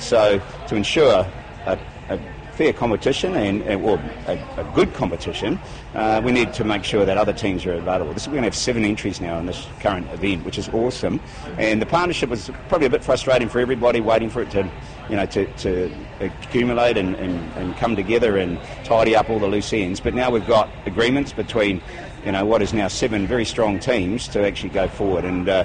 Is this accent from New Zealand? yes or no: yes; New Zealand; I'm a New Zealander